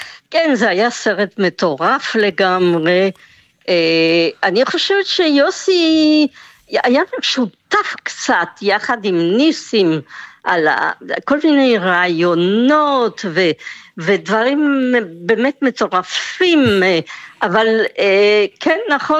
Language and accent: Hebrew; France; accent: French, a bit of Spanish from Mexico; Hebrew is a second language; also born or lived in Mexico; now in Israel; והגעתי מצרפת, והפגשתי קצת לא נוח איתם, במיוחד עם השפה שלהם, עם העברית היפה של יוסי וניסים וחיסקי, ואני עם המפתע שלי הצרפתי וקצת ספרדי ממקסיקו גם